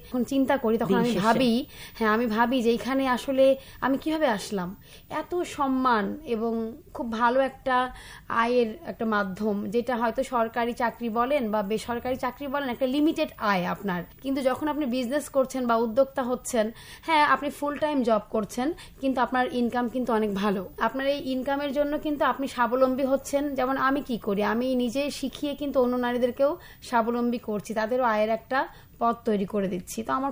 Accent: Rajshahi, Rajshahi Division, Bangladesh; যেহেতু আমি রাজশাহীতে বড় হয়েছি, বলতে গেলে গ্রামই, রাজশাহীতে বড় হয়েছি

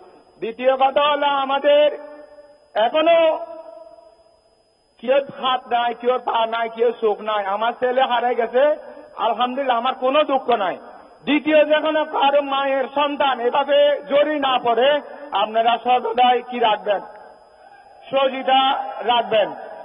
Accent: Chakaria, Chittagong Division, Bangladesh; born there; আমার বাড়ি চট্টগ্রাম কক্সবাজার চকরিয়া পেপুয়া। বাংলাদেশের স্বরাষ্ট্রমন্ত্রী মাননীয় সালাউদ্দিন আহমদের বাড়ির পাশে, আমার বাড়ি একদম কাছাকাছি।

